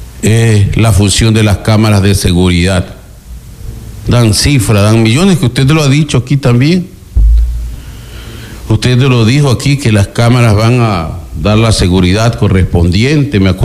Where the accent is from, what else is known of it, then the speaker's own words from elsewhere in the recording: Santa Elena, Ecuador; Yo soy de Santa Elena